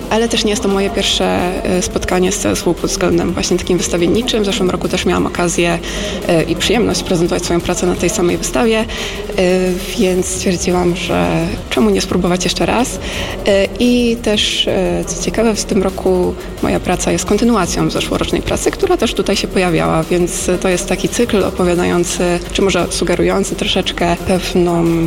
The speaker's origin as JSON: {"language": "Polish", "town": "Toruń", "region": "Kuyavian-Pomeranian Voivodeship", "country": "Poland", "said": "jestem z Torunia."}